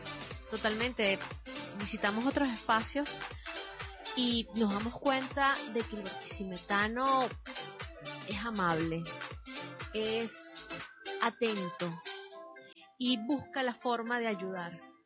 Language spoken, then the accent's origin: Spanish; Venezuela; Es importante encontrarnos como venezolanos.